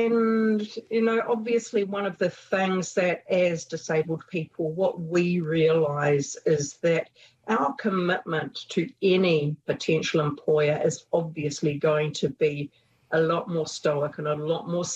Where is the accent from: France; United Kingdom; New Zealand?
New Zealand; Taupō, Waikato; I managed to complete my schooling back at my home high school here in Taupō, and following that I spent a year in the States as an American field scholar, then came back home